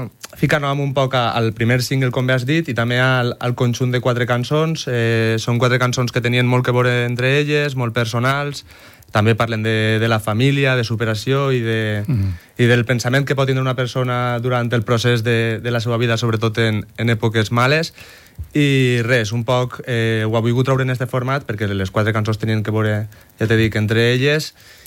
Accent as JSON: {"language": "Catalan", "town": "Alcàsser", "region": "Valencian Community", "country": "Spain", "tie": "born there", "moved": "yes", "lives_now": "Xeraco, Spain", "said": "Alcàsser, soc però Alcàsser. Allà... Sí, ja pràcticament quan pregunten ja puc dir pràcticament que soc de Xeraco."}